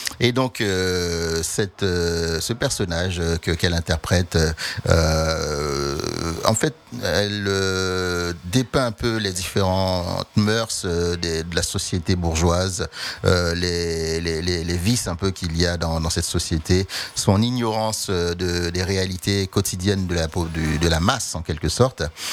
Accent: Haiti; first language Haitian Creole; French is a second language; Le créole, qui est notre langue maternelle, entre guillemets, et puis le français, hein, qui est la langue plutôt administrative

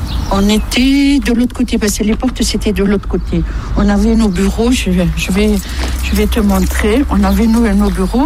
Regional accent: Cellier, France; J'ai supplié mon mari de revenir sur Montauban, et moi j'ai atterri à Cellier, là où j'ai grandi avec mes parents et mes frères et sœurs.

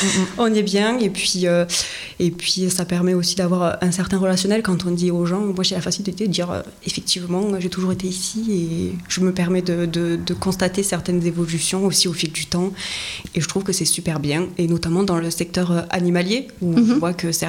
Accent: Occitanie, France; dire que je suis même gersoise pure souche.

